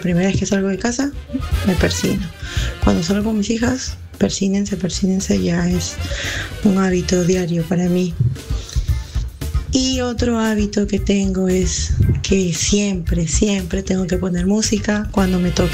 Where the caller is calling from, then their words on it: Bellavista, Callao, Peru; Los llamo de Bellavista, del Callao.